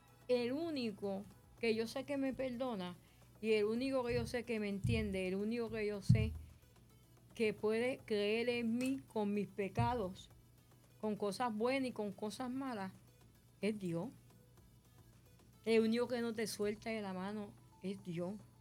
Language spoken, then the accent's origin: Spanish; Cataño, Puerto Rico